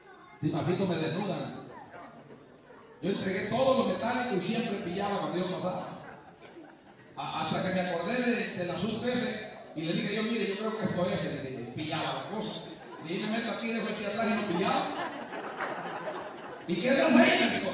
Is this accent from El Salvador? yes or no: yes; El Salvador; Yo no sé si ustedes como salvadoreños o yo hablar de un centro de entrenamiento para la Fuerza Armada que había en El Salvador